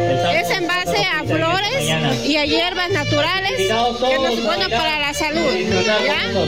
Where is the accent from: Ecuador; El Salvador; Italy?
Ecuador; Loja